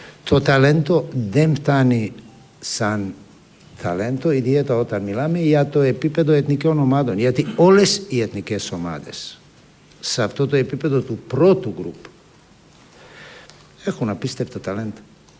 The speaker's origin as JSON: {"language": "Greek", "country": "Greece", "said": "Να σου πω, νομίζω ότι σαν Έλληνες πολλές φορές υπερβάλλουμε σε πολλά πράγματα."}